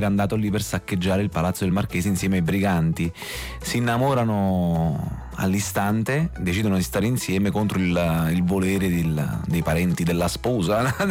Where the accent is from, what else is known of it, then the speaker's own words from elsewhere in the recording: Villaricca, Campania, Italy; sono di Villaricca, che è in provincia di Napoli